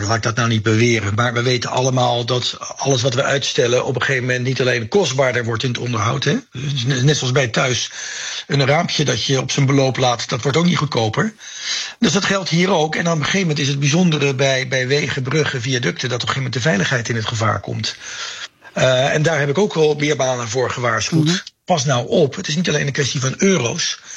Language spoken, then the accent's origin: Dutch; Netherlands; wij als Nederlanders ons allemaal moeten realiseren dat we zo niet door kunnen gaan.